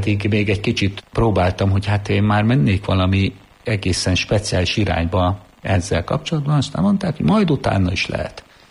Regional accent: Pécel, Pest, Hungary; Pécelyről számozom, ott nevelkedtem. Egy elkötelezett katolikus család, mondhatnám így, hát a szülők által volt elkötelezve ez a család.

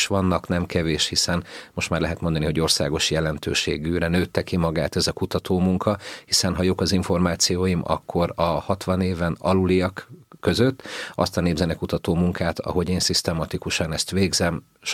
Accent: Pest, Hungary; born or raised there

